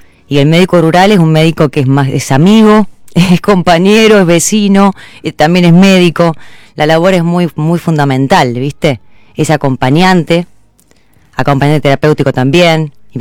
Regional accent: Los Surgentes, Córdoba, Argentina; now in Buenos Aires, Argentina; De Los Urgentes, provincia de Córdoba, que es un pueblito chiquitito, tiene hoy 1.500 habitantes, es un pueblo rural.

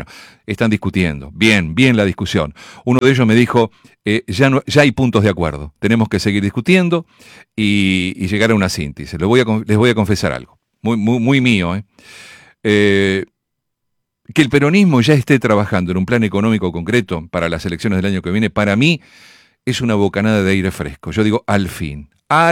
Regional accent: Mar del Plata, Buenos Aires Province, Argentina; born there; nací en Mar del Plata.

